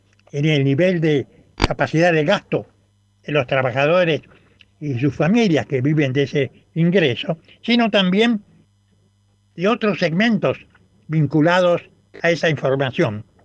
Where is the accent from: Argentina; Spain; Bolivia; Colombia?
Argentina; Rosario, Santa Fe; now in Buenos Aires, Argentina; mi ciudad natal